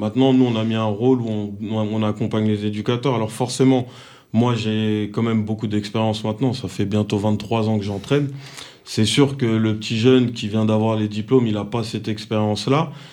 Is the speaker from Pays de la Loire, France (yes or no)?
no; Garges-lès-Gonesse, Île-de-France, France; moi, là-bas, je suis originaire de Garges-lès-Gonesse, c'est la ville limitrophe de Sarcelles.